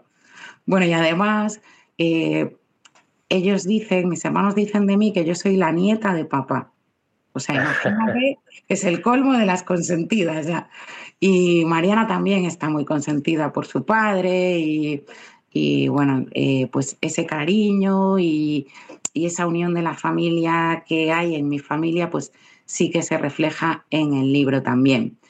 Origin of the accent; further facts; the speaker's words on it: Vigo, Galicia, Spain; born there; moved away as an adult; also born or lived in Braga, Portugal; Vigo es mi ciudad, ¿no?